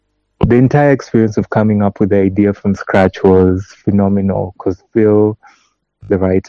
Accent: Kisumu County, Kenya; from Kisumu County, and the audio play we did was Running.

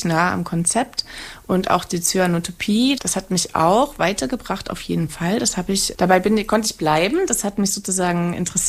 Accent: Saxony, Germany; Also da, wo ich herkomme, im Erzgebirge, da driften die Jugendlichen mit dem Auto auf den

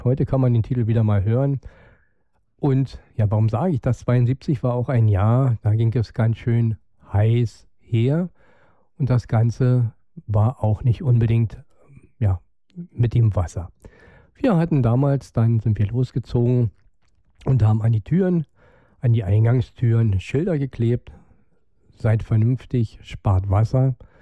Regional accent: Brandenburg, Germany; wie wir als Brandenburger das auch anders sehen

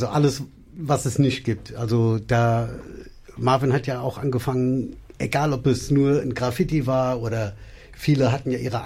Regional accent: Hesse, Germany; weil wo ich herkomme, das ist Frankfurt-Hanau-Ecke

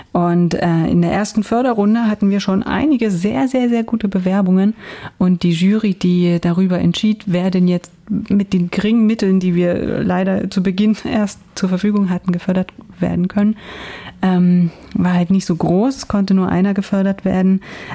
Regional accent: Saxony, Germany; wir kommen alle aus Sachsen.

